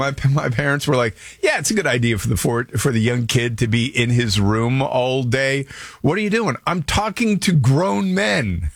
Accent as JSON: {"language": "English", "town": "Montreal", "region": "Quebec", "country": "Canada", "tie": "born or raised there", "said": "growing up in Montreal was we lived near the Trans-Canada, the 401 in Montreal"}